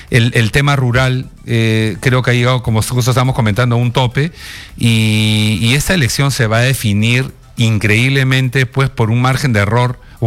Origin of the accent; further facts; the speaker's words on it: Peru; mi convicción de peruano ante todo